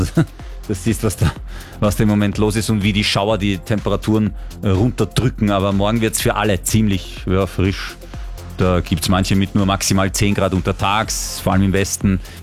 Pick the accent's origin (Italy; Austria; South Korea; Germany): Italy; aber vielleicht nur ich als Italiener